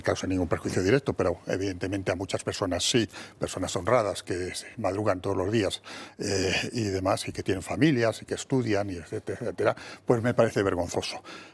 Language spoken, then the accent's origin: Spanish; Madrid, Community of Madrid, Spain; como madrileño, es uno de los sitios esenciales de mi ciudad